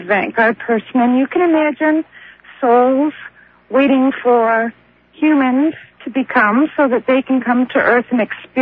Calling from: Niagara Falls, New York, United States; I'm calling from Niagara Falls, New York.

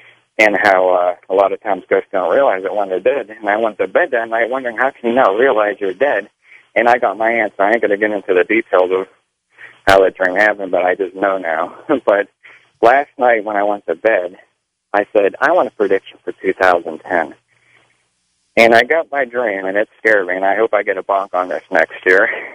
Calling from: Pittsburgh, Pennsylvania, United States; I'm calling from Pittsburgh.

